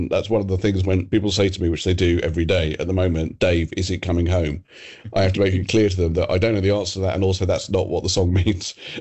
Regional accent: England, United Kingdom

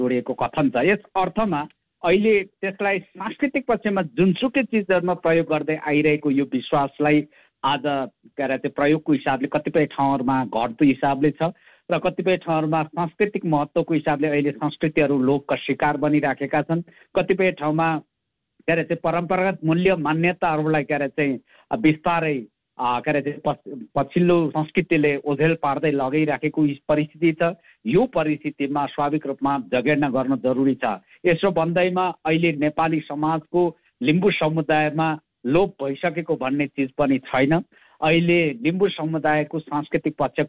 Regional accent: Terhathum, Koshi Province, Nepal; born or raised there

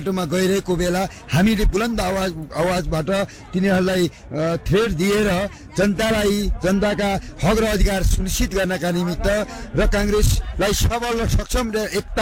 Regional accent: Sudurpashchim Province, Nepal; बहिनी, म दार्चुला जिल्ला सुदूरपश्चिम प्रदेशको दार्चुला जिल्लाबाट, म ब्यास गाउँपालिका हो मेरो घर।

